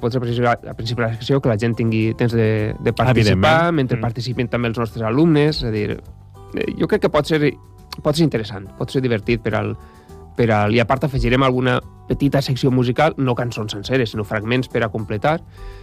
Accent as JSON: {"language": "Catalan", "region": "Valencian Community", "country": "Spain", "said": "jo soc valencià"}